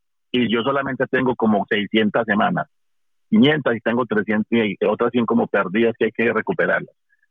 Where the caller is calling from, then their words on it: Madrid, Community of Madrid, Spain; de Madrid.